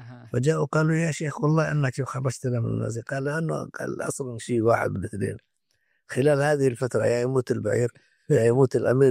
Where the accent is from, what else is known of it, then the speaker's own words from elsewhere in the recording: Yemen; عندنا في اليمن